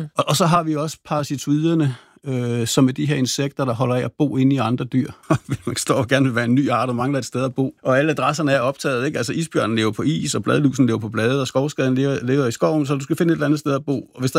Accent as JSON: {"language": "Danish", "town": "Rødvig", "region": "Zealand", "country": "Denmark", "tie": "born or raised there", "said": "jeg voksede op nede i Rødevig, hvor jeg lå og sejlede rundt i min optimistjolle"}